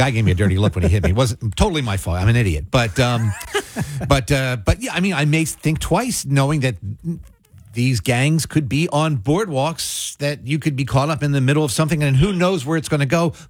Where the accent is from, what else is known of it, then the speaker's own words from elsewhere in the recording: New Jersey, United States; I grew up in the Pine Barrens.